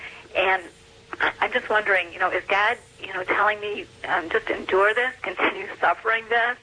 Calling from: Livonia, Michigan, United States; I'm calling from Livonia, Michigan

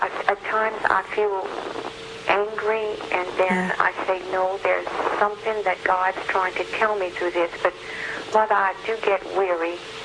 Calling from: Louisiana, United States; I'm calling you from South Louisiana

